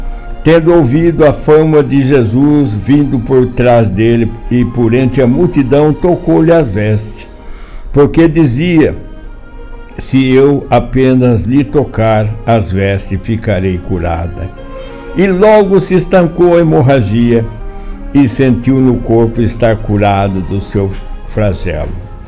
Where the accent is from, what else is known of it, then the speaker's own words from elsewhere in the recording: Brazil; como a gente diz aqui no popular, aqui no Brasil